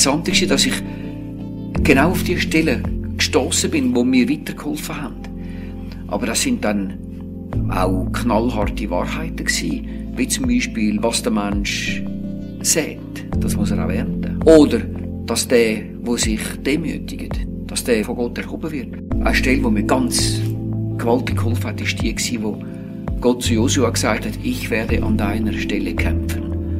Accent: Zurich, Switzerland; born there; moved away as an adult; also born or lived in Romandy; Ich bin 1947 in Steven am Zürichsee geboren, in einer Familie mit 5 Kindern. Ich habe 4 Brüder.

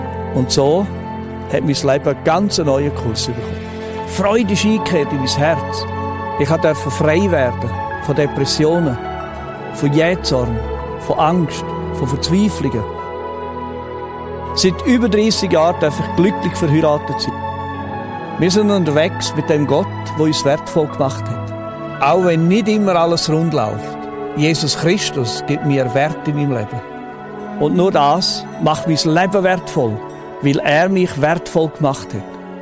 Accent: Switzerland; habe ich die Armeewaffen geladen, die ich als Schweizer Soldat in der Stube hatte.

